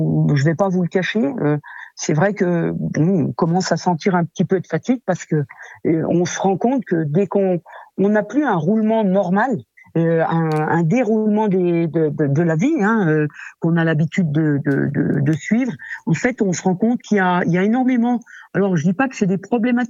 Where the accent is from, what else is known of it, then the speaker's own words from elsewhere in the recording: Pralognan-la-Vanoise, Auvergne-Rhône-Alpes, France; Et cette culture, on vit un peu et on évolue depuis qu'on est petit, parce que je suis née à Pralognan.